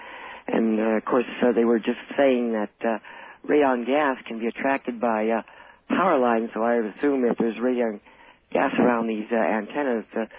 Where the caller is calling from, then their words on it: California, United States; I'm calling from Southern California.